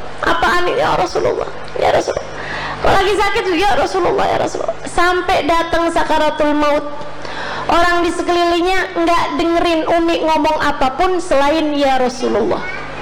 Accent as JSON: {"language": "Indonesian", "town": "Indramayu", "region": "West Java", "country": "Indonesia", "tie": "born or raised there", "moved": "yes", "said": "Indramayu, kampung kami"}